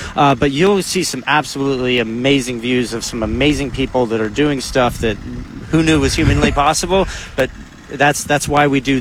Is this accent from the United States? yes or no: yes; Tallahassee, Florida, United States; I grew up in Tallahassee, but I spent a lot of my life in Jacksonville